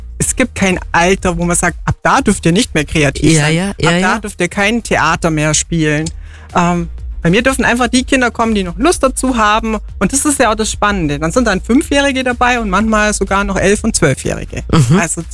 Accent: Bavaria, Germany; weil ich war auch eine Allgäuerin eben

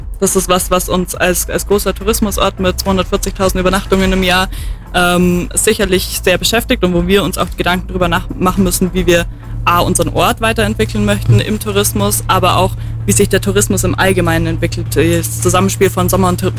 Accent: Knottenried, Bavaria, Germany; also born or lived in Immenstadt; Ich bin zwar in Immenstadt geboren, ja, aber in Knottenried aufgewachsen, ah ja, bei guten der. 30 Häusern auf 1000 Meter Höhe.

